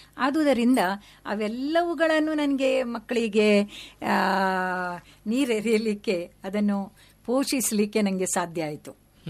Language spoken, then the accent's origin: Kannada; Mangaluru, Karnataka, India; born there; ನಮ್ಮ ಮನೆ ಕದ್ರಿ ಇತ್ತು